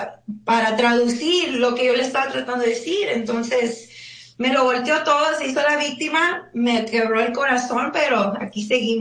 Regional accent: Nogales, Arizona, United States; now in Phoenix, United States; Yo soy de Nogales, pero vivo en Phoenix.

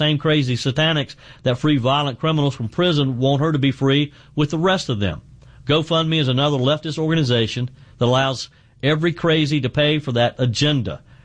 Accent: South Carolina, United States; Ed is in my home state of South Carolina.

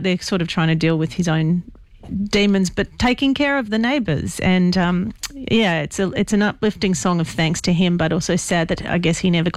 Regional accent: Sydney, New South Wales, Australia; Yeah, so I grew up on King Street, Mascot, very busy street.

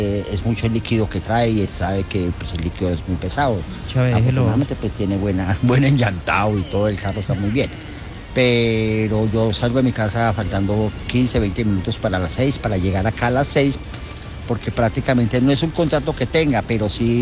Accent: Pereira, Risaralda, Colombia; Yo soy pereirano. Siempre he vivido acá, llevo 15 años vendiendo café aquí en esta esquina, todos los días.

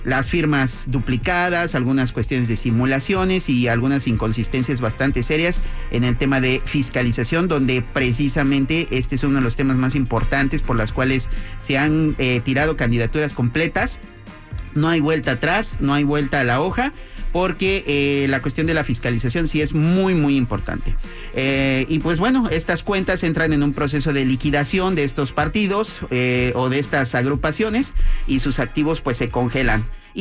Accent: Mexico; en diferentes momentos o épocas de nuestra historia como mexicanos

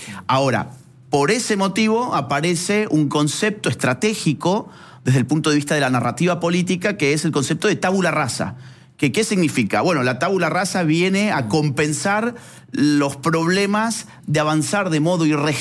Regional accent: Córdoba, Argentina; en Córdoba, de donde yo soy

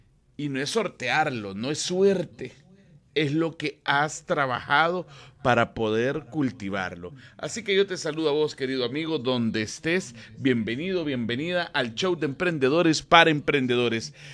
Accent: Honduras

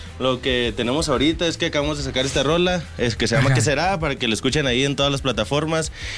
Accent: Los Mochis, Sinaloa, Mexico; soy de Los Mochis, Sinaloa.

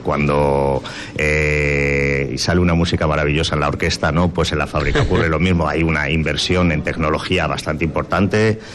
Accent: Castilla-La Mancha, Spain; now in Huelva, Spain; Porque yo de origen soy, por ejemplo, manchego, y en mi tierra sí hay sequía

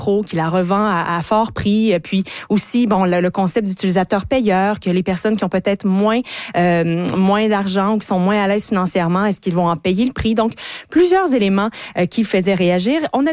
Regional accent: Quebec, Canada; chez nous au Québec

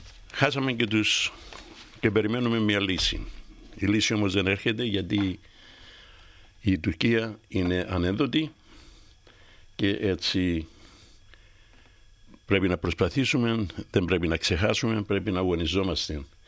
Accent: Cyprus; moved away; σήμερα είναι η σειρά μου σαν Κύπριος.

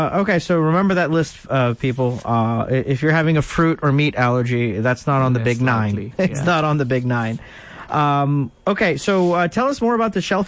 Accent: Beaumont, Texas, United States; Okay, yeah, that's my neck of the woods. I'm from Beaumont as well.

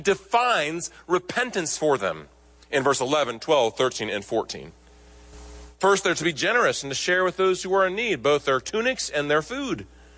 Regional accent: Nebraska, United States; out in the cornfields where I grew up in Nebraska

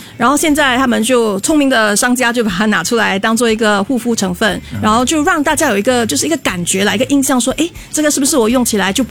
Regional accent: Singapore; 因为身为一个新加坡人哦

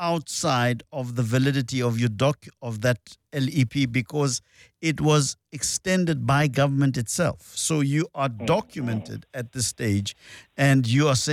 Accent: South Africa; Yes, I grew up in South Africa

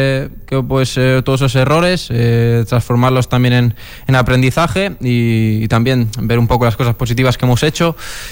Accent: Alicante, Valencian Community, Spain; also born or lived in Barcelona; now in Málaga, Spain; a mi tierra, bueno, Alicante

